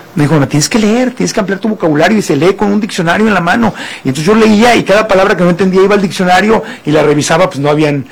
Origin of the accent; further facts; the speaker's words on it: Tijuana, Baja California, Mexico; yo nací, crecí en Tijuana, le mando un abrazo con mucho cariño a la gente